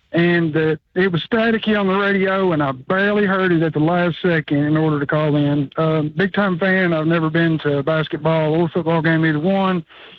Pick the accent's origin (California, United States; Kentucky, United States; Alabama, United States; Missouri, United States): Kentucky, United States; London; I'm from London.